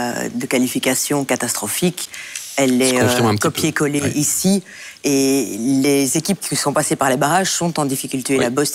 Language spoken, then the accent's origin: French; Belgium; en tant que Belge